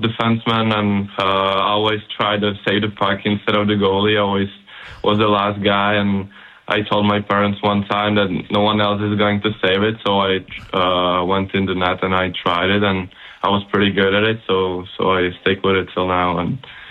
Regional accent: Litvínov, Ústí nad Labem Region, Czechia; English is a second language; we're watching it here at home in my hometown, Litvinov, in Czech Republic.

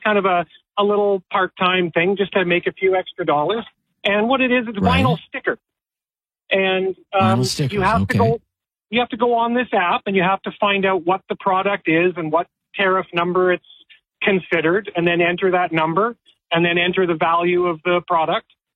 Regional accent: Canada; or Zed, actually, because we're Canadian.

